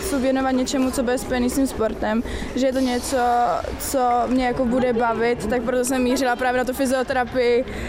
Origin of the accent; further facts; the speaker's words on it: Žďár nad Sázavou, Vysočina Region, Czechia; No, já jsem ze Žďáru.